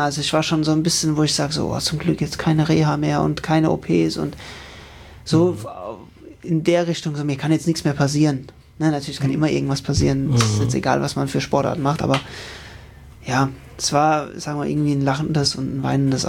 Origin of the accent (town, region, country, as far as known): Rhineland-Palatinate, Germany